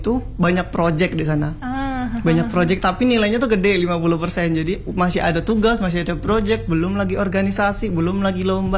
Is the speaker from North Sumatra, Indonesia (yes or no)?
yes; North Sumatra, Indonesia; kita kebetulan kan aku dari Sumatera Utara yang pelosok nih kak, deket arah-arah ke Danau Toba lah.